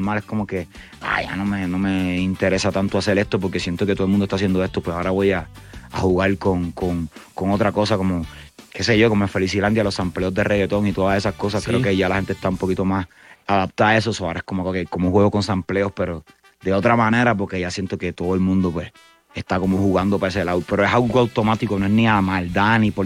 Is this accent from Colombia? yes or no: no; Puerto Rico; yo soy de Puerto Rico y amo el reggaetón